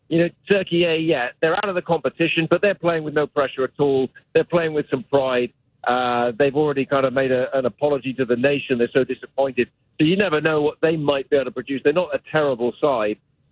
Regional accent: England, United Kingdom; moved away as an adult; now in United States; And I say that as an Englishman, you know, who now lives and works in America.

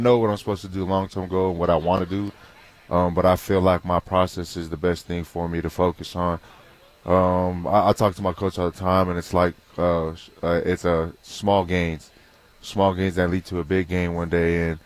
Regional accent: Las Vegas, Nevada, United States; I grew up in Las Vegas, so it ain't too bad. Yeah, it's a desert out there, too, so it ain't too bad for me.

